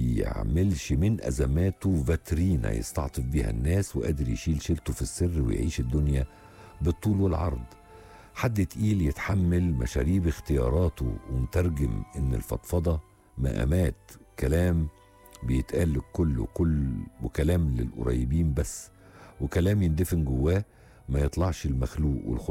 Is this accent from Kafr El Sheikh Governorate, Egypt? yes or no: no; Faiyum, Faiyum Governorate, Egypt; من الفيوم،